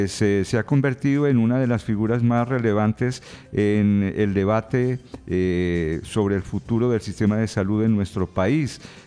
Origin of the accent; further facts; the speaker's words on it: Colombia; me interesa como colombiano, como ciudadano del común